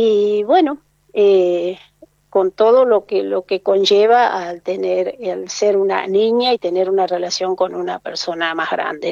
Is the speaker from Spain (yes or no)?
no; Catamarca, Argentina; also born or lived in Tucumán; me vine a Catamarca, hice cambio de colegio